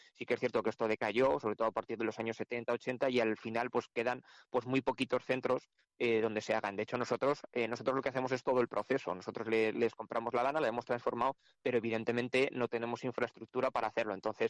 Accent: Soria, Castile and León, Spain; yo soy de Soria.

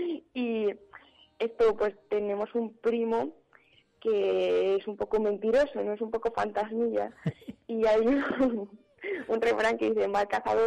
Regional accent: Castile, Spain; yo creo que como castellanos

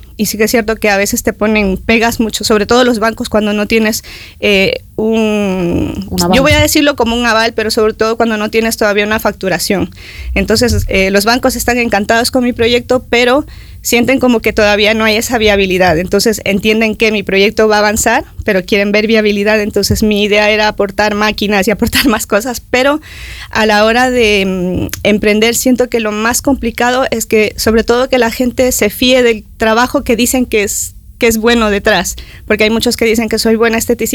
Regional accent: Ecuador; now in Burgos, Spain; Soy de Ecuador. Llevo 24 años en España

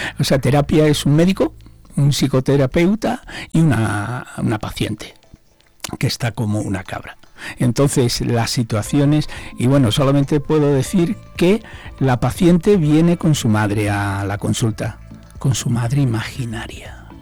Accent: Cádiz, Andalusia, Spain; now in Zamora, Spain; soy de Cádiz.

